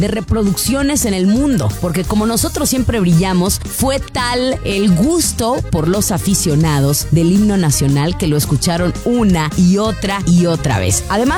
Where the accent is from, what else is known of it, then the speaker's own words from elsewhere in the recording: Mexico; los que siempre brillamos y nacemos y crecemos donde queremos, somos nosotros los mexicanos.